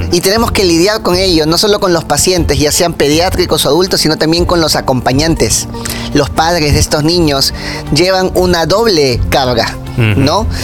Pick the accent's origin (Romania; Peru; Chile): Peru